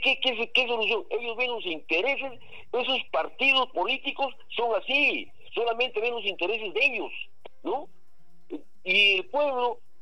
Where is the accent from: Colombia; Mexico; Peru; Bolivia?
Peru; Como padre de familia, como peruano